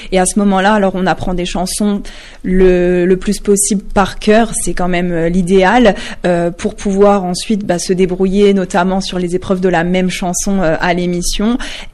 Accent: Hussigny-Godbrange, Grand Est, France; je suis une jeune femme de 29 ans. J'ai toujours habité du coup en Meurthe-et-Moselle, notamment à Ucigny-Godeprange. J'y habite d'ailleurs encore.

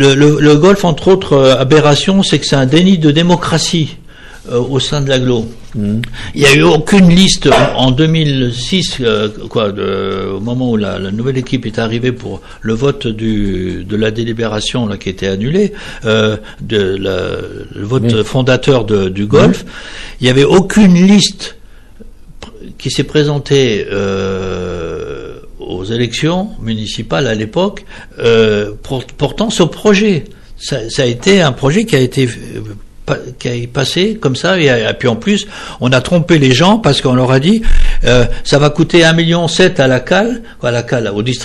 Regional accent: Longwy, Grand Est, France; je suis de Longwy

